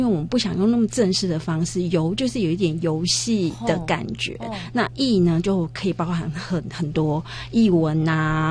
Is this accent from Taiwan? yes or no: yes; Hualien County, Taiwan; now in Xinzhuang, Taiwan; 啊，我也不是，我是花莲人。这以前我都会这样说，但是现在如果你问我会告诉你我是新庄人。